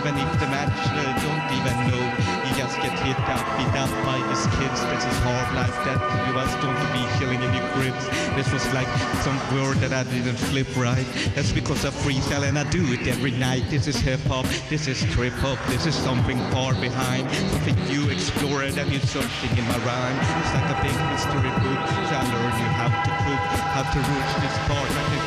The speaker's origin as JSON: {"language": "English", "country": "India", "said": "I'm an Indian guy, I don't understand here"}